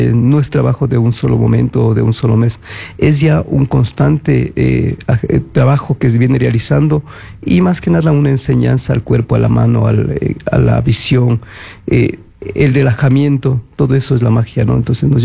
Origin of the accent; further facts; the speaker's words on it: Quito, Pichincha, Ecuador; somos también nosotros somos quiteños